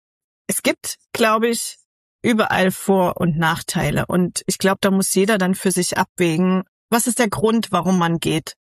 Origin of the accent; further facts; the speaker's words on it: Central Germany, Germany; moved away as an adult; ich komme ja aus Mitteldeutschland, da gibt es das auch nicht. Wir hatten es schneller warm, länger hell und ja, wie du sagst, nicht so rau.